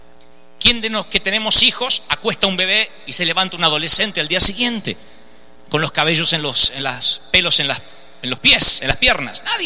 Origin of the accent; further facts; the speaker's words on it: Argentina; yo soy argentino